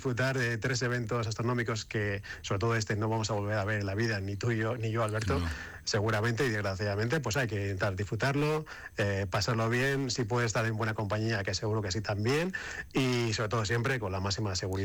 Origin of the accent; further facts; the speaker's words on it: Spain; porque somos españoles